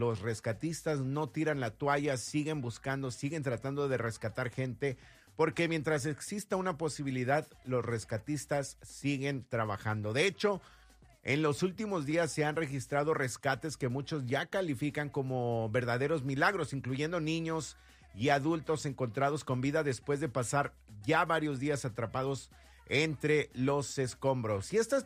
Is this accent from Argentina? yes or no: no; Mexico; nosotros también como mexicanos